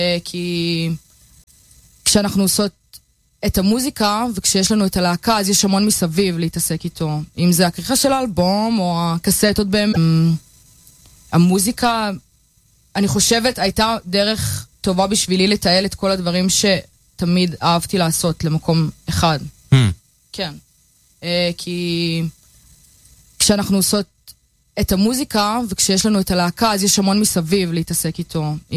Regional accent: Bat Yam, Tel Aviv District, Israel; also born or lived in Plymouth; now in London, United Kingdom; כן, אני מבת ים. עכשיו אני אגור בלונדון, עוד שבוע.

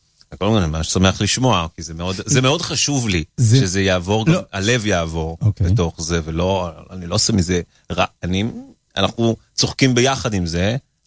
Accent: Kiryat Ekron, Central District, Israel; also born or lived in Rehovot; אנחנו מרחובות. אני מקריאת עקרונים לדייק. אבל נמוראי ברחובות.

